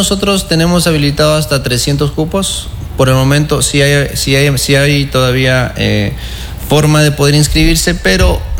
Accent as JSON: {"language": "Spanish", "region": "Manabí", "country": "Ecuador", "moved": "as an adult", "lives_now": "Santo Domingo, Ecuador", "said": "Yo soy de Manabí y desde que vivo acá en Santo Domingo ya casi 10 años"}